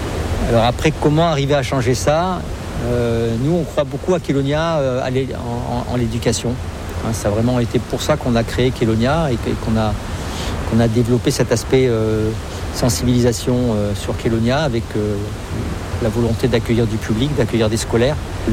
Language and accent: French; Madagascar; born there; Moi je suis né à Madagascar. À Madagascar, les tortues étaient consommées par les villageois.